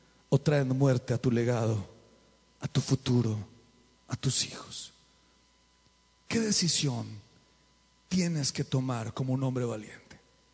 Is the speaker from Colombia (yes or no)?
yes; Colombia; moved away; Aquí no hay nada, pero allá, bueno, yo vengo de Colombia y allá había muchos.